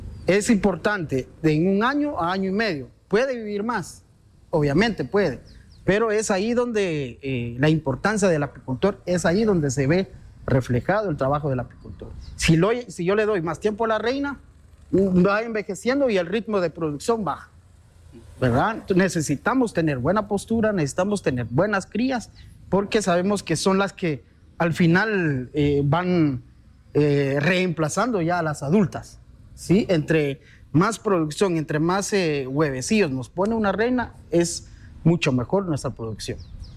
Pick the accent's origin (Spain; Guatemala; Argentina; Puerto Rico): Guatemala; San Juan La Laguna, Sololá; como bien lo mencionaban. Soy originario de San Juan de la Laguna.